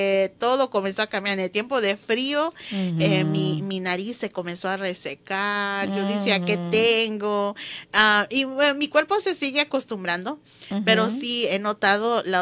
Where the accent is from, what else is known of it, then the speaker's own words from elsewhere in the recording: Florida, United States; now in Tennessee, United States; yo nací y crecí en Florida